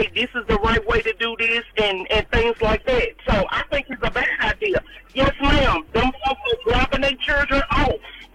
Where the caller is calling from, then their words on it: Memphis, Tennessee, United States; I'm just going to say I'm calling from Memphis, Tennessee.